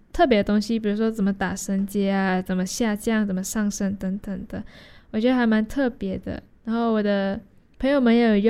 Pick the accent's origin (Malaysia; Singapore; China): Malaysia; 我说对啊，我来自马来西亚。